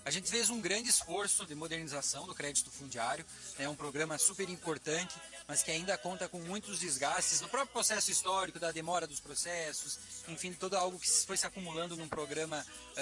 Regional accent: Santa Catarina, Brazil; also born or lived in Lages; Como você falou, sou de Santa Catarina, sou do meio oeste de Santa Catarina, mas fiz minha vida, faculdade de agronomia e tudo mais em Lages, na Serra de Santa Catarina.

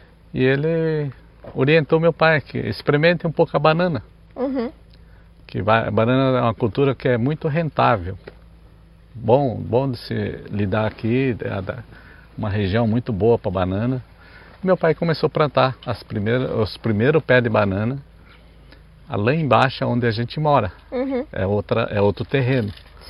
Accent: Itapecerica da Serra, São Paulo, Brazil; Viemos do município de Itapecerica da Serra, né, em São Paulo, em um bairro chamado Aldeinha. A gente morava lá, e lá meu pai já plantava lavoura, repolho, batata.

